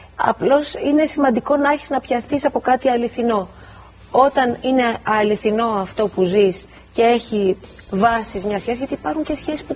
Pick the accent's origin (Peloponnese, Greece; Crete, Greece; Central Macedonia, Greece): Peloponnese, Greece; also born or lived in Larissa; Εκεί γεννήθηκα λοιπόν στη Λάρισα, αλλά μετά ήρθαμε σε ένα χωριό κοντά στην Εμένα της Αρχαίας Κλεονές, όπου έμεινα μέχρι τα 13.